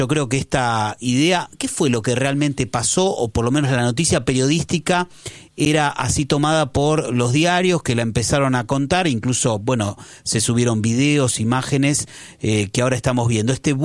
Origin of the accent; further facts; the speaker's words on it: Argentina; lo que nos va a pasar mañana como argentinos.